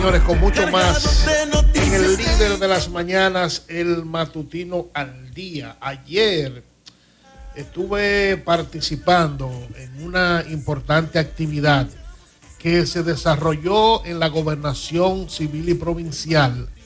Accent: Dominican Republic; nosotros como ciudadanos dominicanos debemos revisarnos.

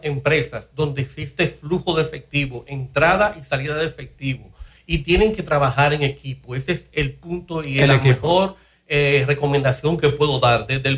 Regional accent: Santiago de los Caballeros, Santiago, Dominican Republic; Yo soy de Santiago.

